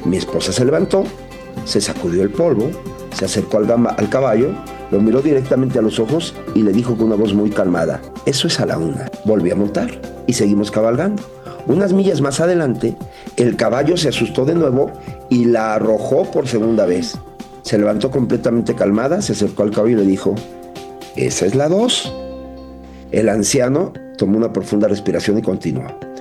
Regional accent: Mexico; somos buenos los mexicanos, somos buenos, a lo mejor malos para jugar fútbol, a lo mejor estamos desorganizados

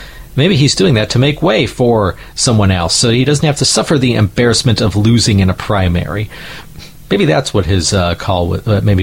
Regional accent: Virginia, United States; in my hometown

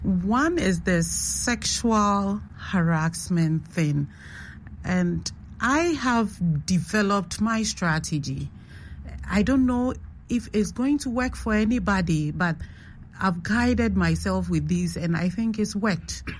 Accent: Ghana; You know, growing up in Ghana, the average Ghanaian boy or girl cannot walk into a garage or an automobile company requesting for a test drive

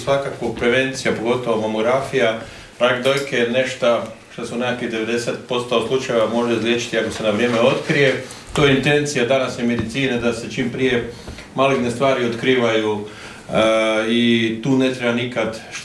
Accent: Primorje-Gorski Kotar County, Croatia; ja dolazim iz Gorskog Kotra, to je Bijeli otok i znam otprilike kako je živjeti na otocima

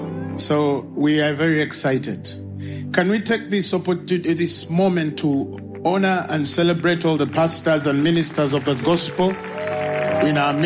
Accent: Masaka, Central Region, Uganda; I come from Masaka, so... People from Masaka, we are different. We're different.

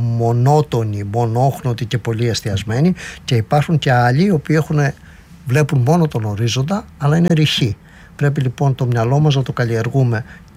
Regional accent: Peloponnese, Greece; Ναι, και εγώ από εκεί είμαι.

